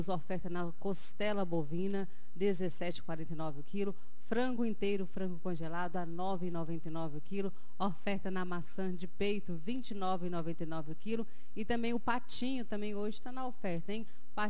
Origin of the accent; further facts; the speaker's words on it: Minas Gerais, Brazil; para nós que somos daqui, né, do norte de Minas.